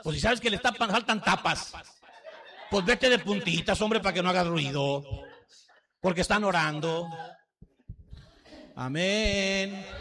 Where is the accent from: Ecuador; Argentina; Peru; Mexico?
Mexico; Somos ministros evangélicos mexicanos